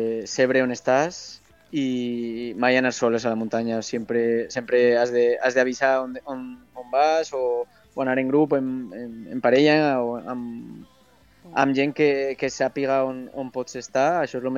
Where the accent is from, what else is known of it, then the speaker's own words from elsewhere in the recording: Jaca, Aragon, Spain; Jo sóc de Jaca, de Huesca, i és vera que tinc la muntanya en sa sang.